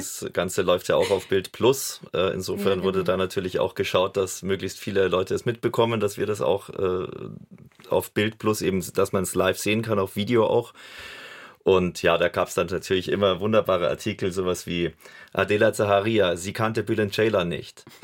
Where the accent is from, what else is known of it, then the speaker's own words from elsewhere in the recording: Bad Reichenhall, Bavaria, Germany; Dann war ich in so einem Amateurchor bei uns am Land in Bad Reichenhall eben.